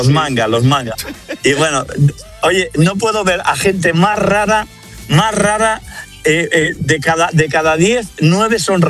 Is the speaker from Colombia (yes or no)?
no; Spain; Ya sé que soy el típico español